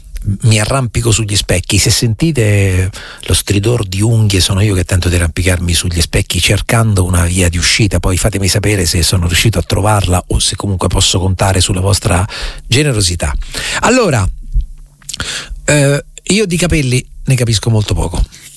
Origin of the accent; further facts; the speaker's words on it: Recanati, Marche, Italy; io sono cresciuto nelle Marche e a Recanati, dove non c'era nulla